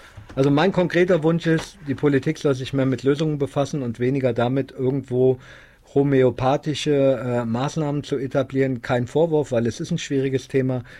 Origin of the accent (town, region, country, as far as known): Germany